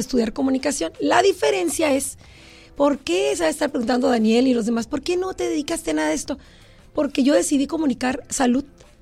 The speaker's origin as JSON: {"language": "Spanish", "town": "Tijuana", "region": "Baja California", "country": "Mexico", "tie": "born or raised there", "said": "Aquí nací, aquí viví y aquí no moriré. Pero aquí estoy muy contenta de Tijuana en la Onda."}